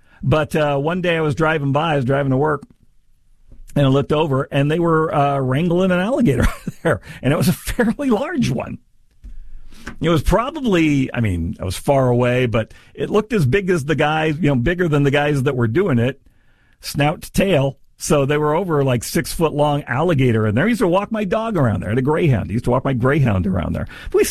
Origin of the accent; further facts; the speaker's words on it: California, United States; I was born in California. I'm from California.